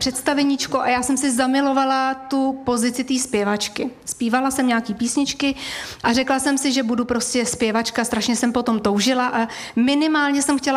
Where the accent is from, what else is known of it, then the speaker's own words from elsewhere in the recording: Prague, Czechia; V Praze. Jsem pocházím z Prahy, bydlím v Praze, takže v Praze.